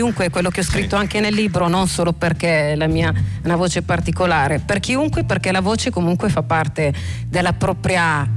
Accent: Palermo, Sicily, Italy; born there; Sono nata a Palermo, che è una città di mare.

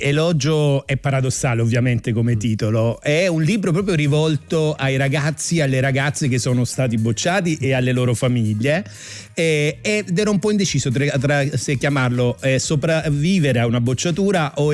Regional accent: Lecce, Apulia, Italy; moved away as an adult; also born or lived in Bologna; io sono leccese, vado a studiare a Bologna

